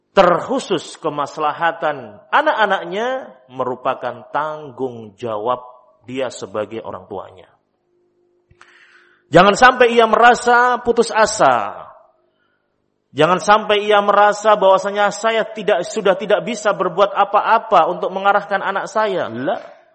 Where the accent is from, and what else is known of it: Java, Indonesia